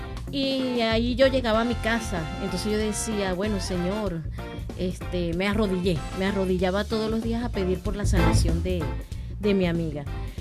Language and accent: Spanish; Punto Fijo, Falcón, Venezuela; also born or lived in Maracaibo; yo nací en Maracaibo. Luego me criaron más tiempo en Punto Fijo, Estado Falcón. Total que de casi que paraguanera, falconiana.